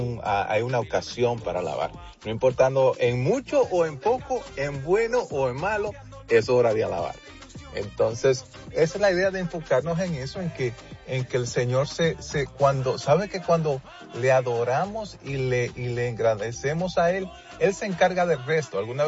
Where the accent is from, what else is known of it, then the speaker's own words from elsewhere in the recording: Dominican Republic; now in Chicago, United States; soy de hogar cristiano, soy hijo de pastores. Soy dominicano, aunque vivo aquí en Chicago, pero soy dominicano y mis padres todavía son pastores allá en la República Dominicana.